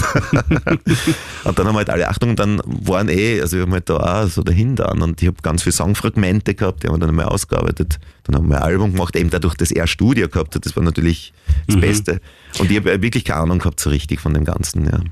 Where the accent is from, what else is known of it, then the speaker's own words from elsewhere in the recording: Bruck an der Mur, Styria, Austria; ich komme immer aus Bruck an der Mur und also die Eltern alle, da waren Arbeiter